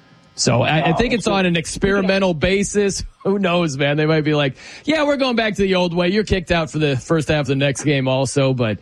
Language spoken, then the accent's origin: English; South Bend, Indiana, United States; I'm from South Bend, Indiana. You know, a proud American.